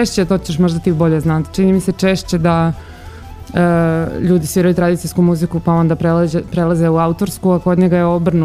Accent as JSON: {"language": "Serbian", "town": "Banja Luka", "region": "Republika Srpska", "country": "Bosnia & Herzegovina", "moved": "yes", "said": "ja sam iz Banja Luke. Nedavno smo zapravo shvatili da smo komšije u Banja Luci, odnosno bili, ja više nisam u Banja Luci."}